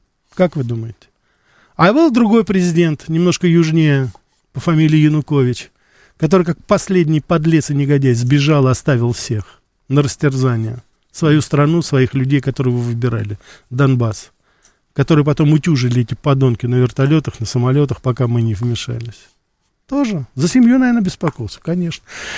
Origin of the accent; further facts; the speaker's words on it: Russia; когда я из России, потому что я родился и вырос все-таки здесь, я ездил к родственникам в Грузию и в Армению.